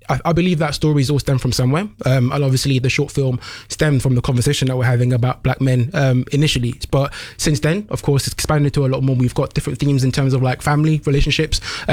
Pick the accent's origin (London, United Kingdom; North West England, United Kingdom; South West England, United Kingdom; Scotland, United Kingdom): London, United Kingdom; when I was growing up in London